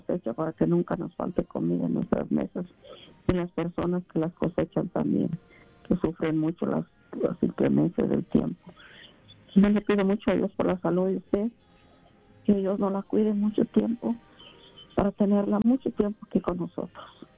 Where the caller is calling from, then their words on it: Utah, United States; Buenos días, Gaby … de Solestir, Utah.